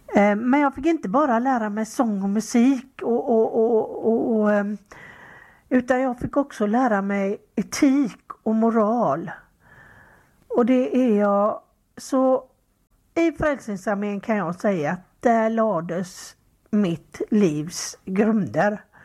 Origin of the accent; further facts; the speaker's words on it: Lamdala, Sweden; Jag växte upp i Lamdala.